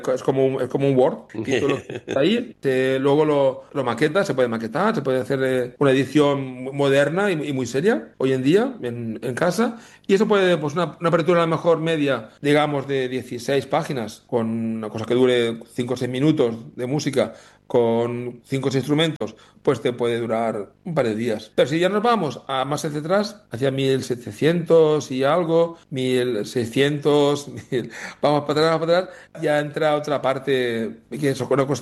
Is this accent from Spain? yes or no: yes; Valencia, Valencian Community, Spain; solamente en mi tierra, en Valencia, tenemos cuatro archivos importantes, importantísimos.